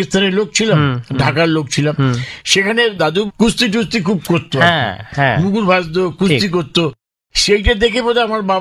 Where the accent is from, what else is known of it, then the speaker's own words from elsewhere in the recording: Kolkata, West Bengal, India; ছোটবেলাটা আমার কেটেছে বিনস্ট্রিটের কাছে, WC বেঞ্জি স্ট্রিট।